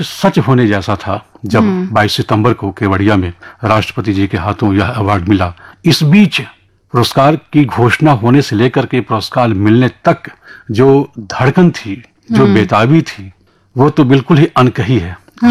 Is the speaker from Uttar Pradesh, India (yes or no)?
no; Bihar, India; born there; मेरा जन्म बिहार में हुआ है। बिहार का एक बहुत ही प्रसिद्ध जिला है